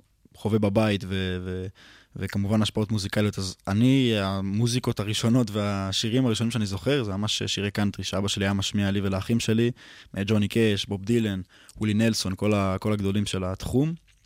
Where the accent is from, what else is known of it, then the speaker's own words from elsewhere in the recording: Hod HaSharon, Central District, Israel; בן 22 מהוד השרון.